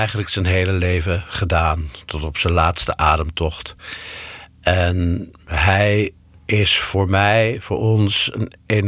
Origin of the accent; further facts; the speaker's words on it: North Holland, Netherlands; born there; Ik ben geboren in het Gooi.